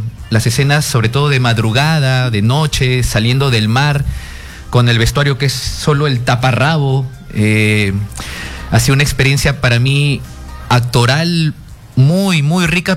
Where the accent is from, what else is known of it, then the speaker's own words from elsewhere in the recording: Peru; Pero como peruano, yo diría que aún más es mi orgullo y mi felicidad de formar parte de esta película.